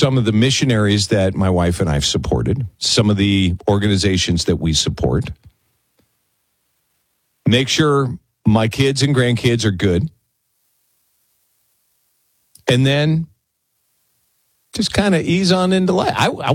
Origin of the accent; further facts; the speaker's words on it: Minnesota, United States; I grew up in Minnesota.